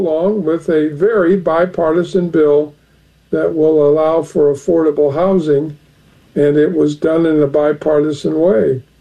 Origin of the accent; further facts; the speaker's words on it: Peoria, Illinois, United States; in my hometown of Peoria, the elections are conducted by Peoria County officials